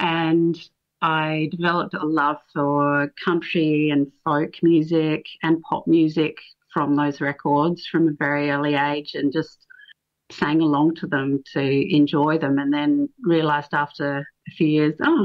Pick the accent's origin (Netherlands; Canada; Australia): Australia; Perth, Western Australia; I grew up in Perth along the Swan River. It was kind of a almost semi-rural kind of childhood, but we're only 20 minutes from the actual